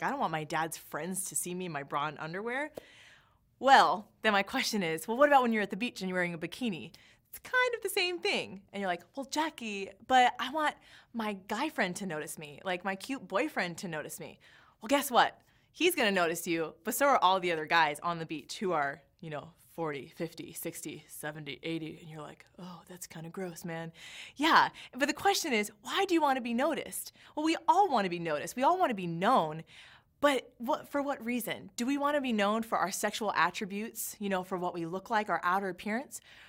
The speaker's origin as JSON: {"language": "English", "region": "California", "country": "United States", "said": "I'm from California, so we say dude."}